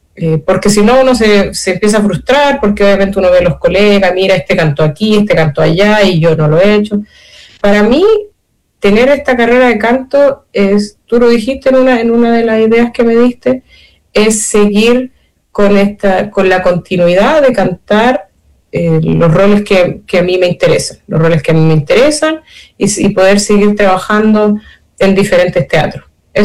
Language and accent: Spanish; Chile; como chilena me encantaría cantar en Chile, aquí en Santiago